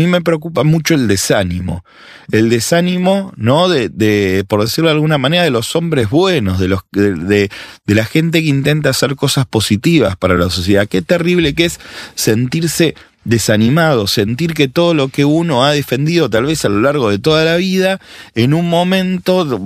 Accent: Argentina; lo que sí estamos viviendo ahora nosotros los argentinos con la ley del aborto

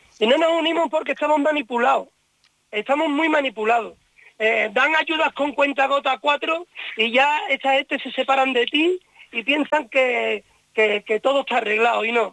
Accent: Seville, Andalusia, Spain; also born or lived in Ibiza; yo me he criado en Sevilla, pero nací en Ibiza.

